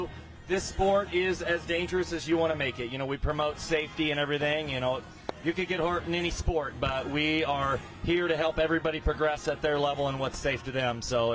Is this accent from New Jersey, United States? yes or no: no; Unadilla, Nebraska, United States; I personally am from Unadilla